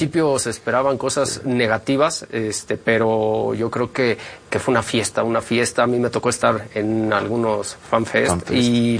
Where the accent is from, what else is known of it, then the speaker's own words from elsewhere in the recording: Mexico; No. Seguimos siendo mexicanos.